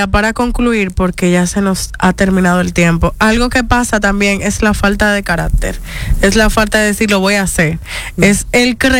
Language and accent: Spanish; Dominican Republic; El segundo año era, yo soy dominicana, ven para acá.